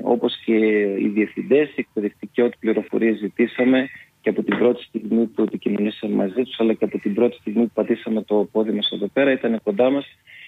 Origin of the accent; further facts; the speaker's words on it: Giannitsa, Central Macedonia, Greece; also born or lived in Hamburg, Germany / Thessaloniki; Η καταγωγή μου είναι από τα Γιάννησά του Μωμοπέλους. Έχω γεννηθεί εκεί πέρα, έχω ζήσει μέχρι 7 χρονών